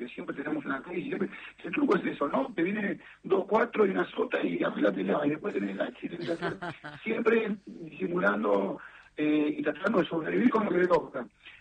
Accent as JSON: {"language": "Spanish", "country": "Argentina", "said": "porque somos muy argentinos, como nosotros lo adoptamos."}